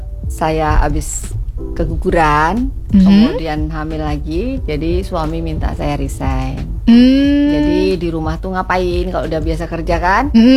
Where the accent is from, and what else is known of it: Tanjung Pinang, Riau Islands, Indonesia; born there; also born or lived in Klaten, Central Java / Solo, Central Java